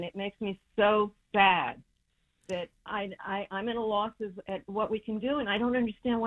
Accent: United States; I will tell you that I am a dual national. I am American, but I'm also another country.

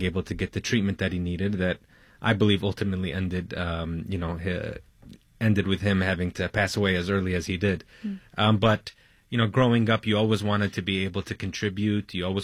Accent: Chicago, Illinois, United States; I should also mention that I come from Little Palestine in Chicago. It's the largest Palestinian diaspora.

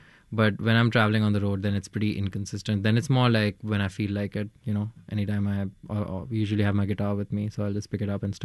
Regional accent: Jaipur, Rajasthan, India; moved away as an adult; also born or lived in New Delhi / New York City; now in Los Angeles, United States; I'm in India a lot, in New Delhi and in Jaipur. I grew up in Jaipur, which is a, you know, city near New Delhi. And so I have a home there, which is my childhood home. But now I kind of also live out of Delhi.

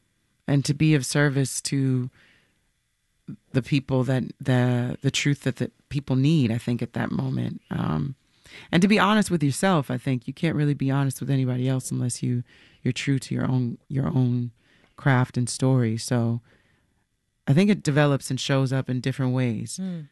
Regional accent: New York, United States; I mean, of course, like growing up in New York and being able to perform.

